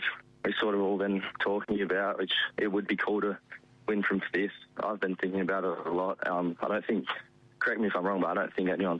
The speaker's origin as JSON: {"language": "English", "town": "Margaret River", "region": "Western Australia", "country": "Australia", "tie": "born or raised there", "said": "I grew up in Margaret River, just right in town. Not much really to say. Just always played my junior footy down in Margs."}